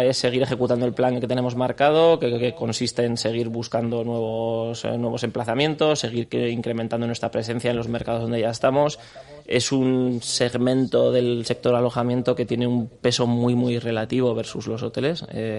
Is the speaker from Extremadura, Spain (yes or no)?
no; Bilbao, Basque Country, Spain; Por supuesto, somos de Bilbao.